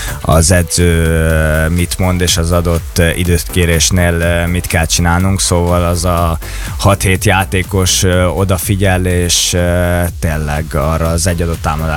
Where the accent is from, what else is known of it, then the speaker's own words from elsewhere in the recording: Szeged, Csongrád-Csanád, Hungary; Szegeden születtem. Saját nevelésű